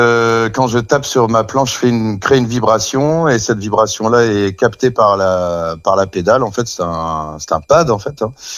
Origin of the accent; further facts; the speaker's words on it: Marcq-en-Barœul, Hauts-de-France, France; moved away as an adult; also born or lived in La Madeleine / Douai; now in Brittany, France; À la base, je suis ch'ti, donc j'arrive de Lille. Je suis né à Marc-en-Barœul, dans le nord de la France. Et j'ai commencé la musique vers l'âge de 5-6 ans à l'école de musique d'abord de la Madeleine, la ville où j'habitais.